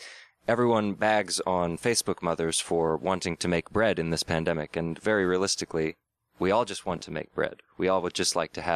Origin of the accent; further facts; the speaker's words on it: California, United States; Growing up in California, pretty much the only condiment there was ranch and Thousand Island